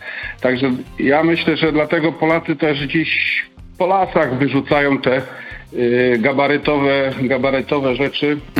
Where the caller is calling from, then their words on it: Denmark; ja dzwonię z Danii